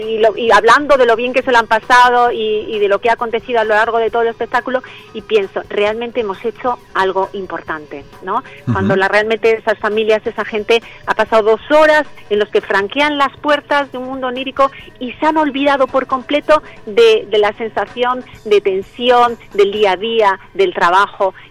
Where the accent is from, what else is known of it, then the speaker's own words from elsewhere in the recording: Bilbao, Basque Country, Spain; A ver, pues no sé si se me nota todavía un poco en el acento, porque claro, ya de tantos años en el circo ya sabes que es universal, internacional, y que habemos personas de todos, de toda índole, de todos los lados.